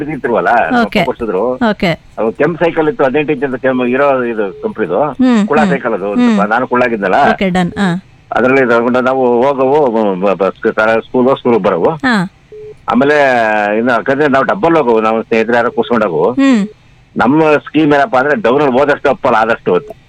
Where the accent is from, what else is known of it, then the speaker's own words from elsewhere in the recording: Karnataka, India; born there; ನಮ್ಮೂರಿಂದ ಧರ್ಮಸ್ಥಳ ಒಂದು 105 kilometer ಆಗುತ್ತೆ 100 to 175 ಆಗುತ್ತೆ